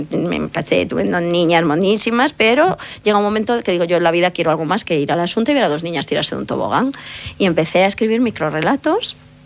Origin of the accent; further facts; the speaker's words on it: Galicia, Spain; soy gallega. Ya estoy en una edad en que puedo decir que soy una señora